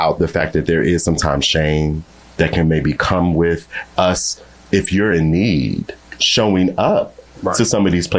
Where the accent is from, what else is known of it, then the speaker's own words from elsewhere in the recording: Maryland, United States; now in Philadelphia, United States; I'm born and raised in Southern Maryland.